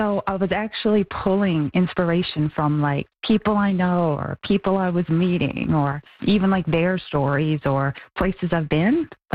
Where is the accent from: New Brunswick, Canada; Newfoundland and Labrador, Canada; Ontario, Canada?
Newfoundland and Labrador, Canada; Port Hope Simpson; my hometown, Port Hope Simpson, that's on the South Coast.